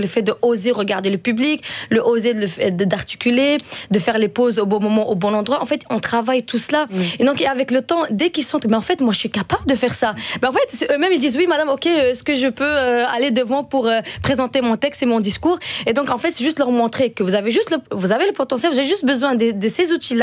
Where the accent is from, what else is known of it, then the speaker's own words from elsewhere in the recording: Antwerp, Flanders, Belgium; first language Dutch; French is a second language; Parce que moi, j'ai grandi à Anvers. J'étais néerlandophone de base.